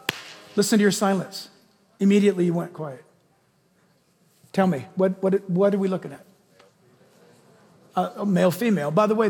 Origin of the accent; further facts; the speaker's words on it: United States; born there; I was born in America.